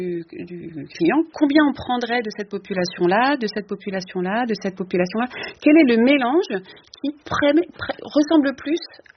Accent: Paris, Île-de-France, France; born there; je suis née à Paris, donc je vais être étiquetée parisienne, alors que j'ai une partie de ma famille qui est russe, une autre partie qui est du nord de la France.

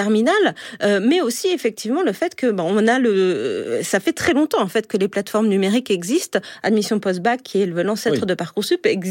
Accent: Saint-Quentin-en-Yvelines, Île-de-France, France

